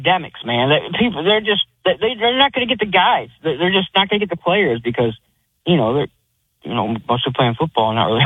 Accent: New York, United States; also born or lived in Alabama; I was born in Alabama, grew up in Western New York.

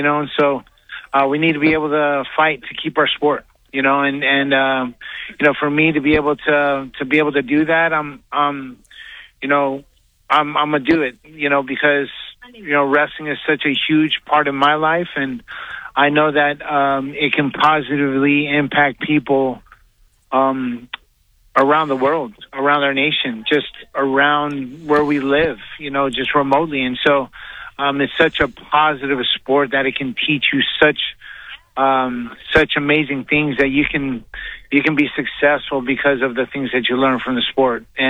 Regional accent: Philippines; And so never thought I'd be known as a Filipino wrecking machine around the world, you know, but I am

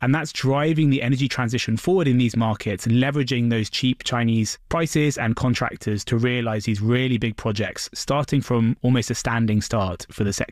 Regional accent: United Kingdom; Well, I can proudly say as a Brit, the UK is a mainstay of the global wind sector

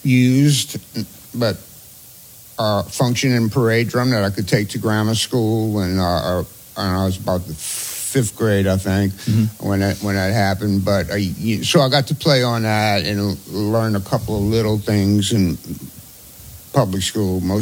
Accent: New Orleans, Louisiana, United States; Mid-city, yeah, around Calton and Banks, right in the middle of the city.

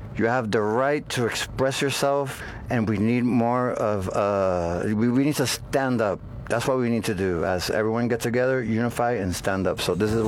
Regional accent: Puerto Rico; I'm from Puerto Rico.

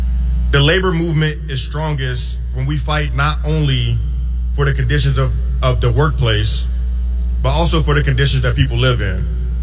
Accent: Chicago, Illinois, United States; something that I learned growing up on the South Side.

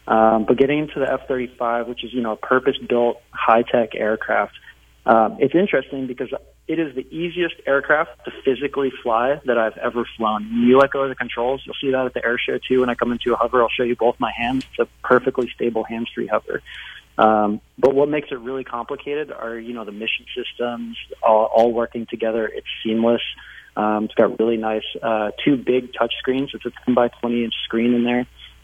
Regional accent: Victor, United States; I first heard about it growing up in Victor.

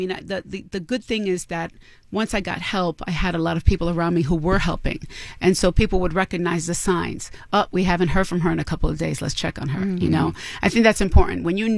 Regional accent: New York City, New York, United States; I'm originally from the Bronx.

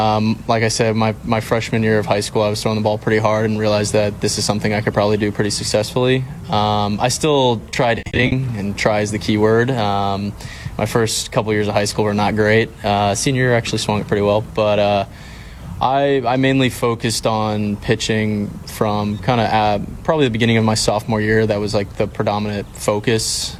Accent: New Jersey, United States; I am from New Jersey

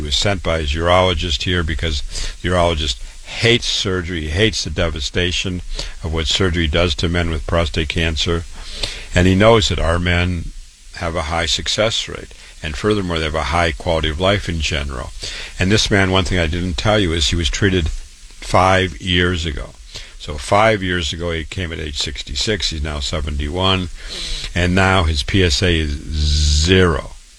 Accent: Waterloo, Iowa, United States; I wanted to introduce myself. I was born and raised in Waterloo, Iowa. I went to public school, university, MD, real medical doctor, MD.

